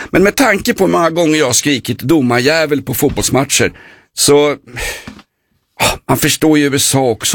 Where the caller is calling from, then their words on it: Sweden; för mig som svensk